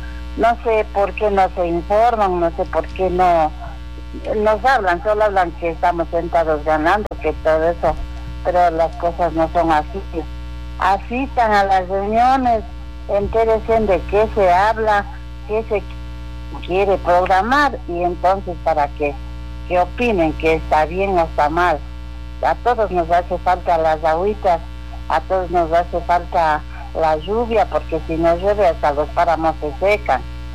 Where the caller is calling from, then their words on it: Cusubamba, Cotopaxi, Ecuador; de Cusubamba.